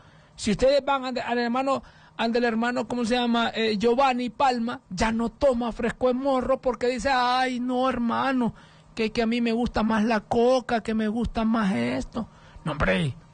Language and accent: Spanish; San Antonio de Flores, Choluteca, Honduras; Y aquí ya cuando ya cuando se van para los Estados Unidos, ya no, yo soy de San Antonio de Flores.